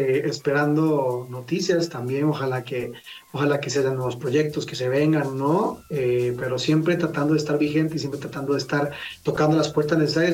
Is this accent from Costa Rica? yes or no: yes; Costa Rica; now in Mexico; soy de Costa Rica.